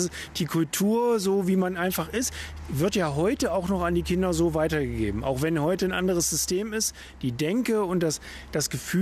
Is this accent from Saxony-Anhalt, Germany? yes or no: yes; Saxony-Anhalt, Germany; Ich bin hier aufgewachsen in der Börde.